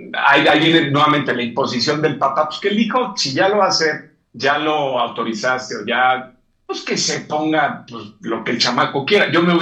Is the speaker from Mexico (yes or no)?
yes; Cancún, Quintana Roo, Mexico; Cuando salía yo a jugar al básquetbol, porque en mi época todavía alcancé yo a jugar en las calles de Cancún, tú imagínate el sol en Can